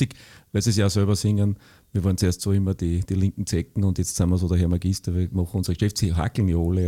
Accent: Linz, Upper Austria, Austria; ich komme aus Linz

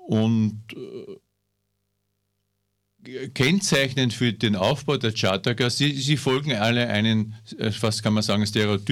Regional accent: Vienna, Austria; moved away as an adult; now in Upper Austria, Austria; dann Mitte der 80er habe ich noch in Wien gewohnt, ich bin Wiener

